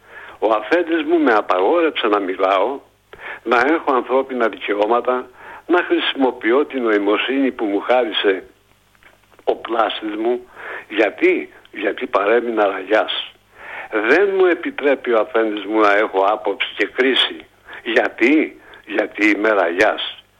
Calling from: Greece

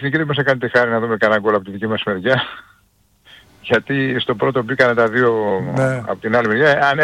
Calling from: Greece

